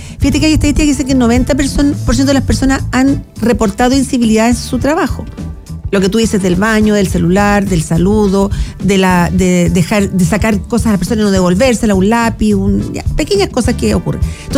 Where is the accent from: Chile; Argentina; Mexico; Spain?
Chile; Nosotros como cultura chilena somos un poco...